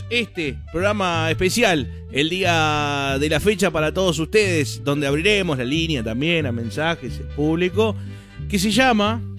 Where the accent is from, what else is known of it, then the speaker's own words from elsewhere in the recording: Argentina; No, somos racistas, muchachos, y somos argentinos.